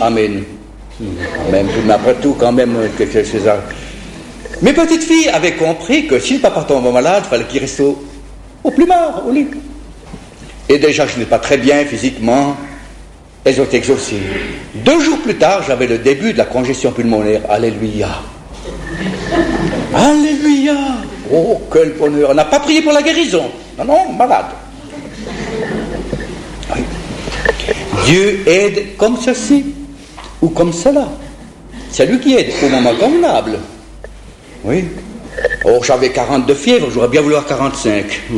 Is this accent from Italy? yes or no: yes; Italy; now in Paris, France; puisque je suis italien. À Paris chez moi, à domicile